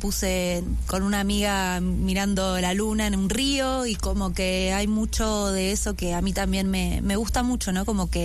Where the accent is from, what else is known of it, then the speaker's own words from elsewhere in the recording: Buenos Aires, Argentina; now in Mexico; Sí, siendo de Argentina. Realmente yo me siento muy agradecida con este país por todo lo que me ha dado, o sea, todo lo que me ha dado con mi música, y realmente yo siento que en mi forma de hacer canciones convive mucho como toda mi vida en Buenos Aires, mi familia